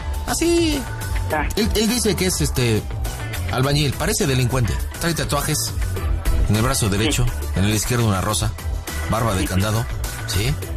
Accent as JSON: {"language": "Spanish", "region": "State of Mexico", "country": "Mexico", "said": "Yo no me doy gracias a Dios no ser poblano y soy del Estado de México, cabrón"}